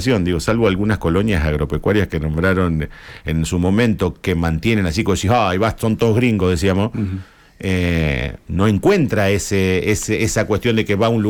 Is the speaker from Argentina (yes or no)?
yes; Argentina; nosotros también desde las otras provincias